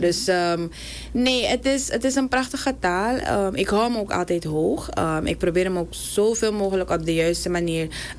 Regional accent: Suriname; wij als Surinamers

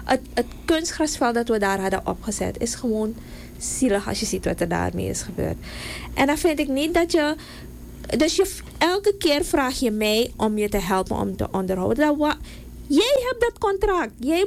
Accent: Suriname; Als Surinamers

